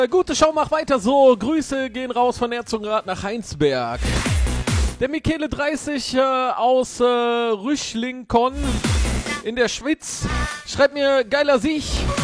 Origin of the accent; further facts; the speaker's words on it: Netherlands; German is a second language; Ich bin Holländer. Nicht sprechen diese Schweizerdeutsch.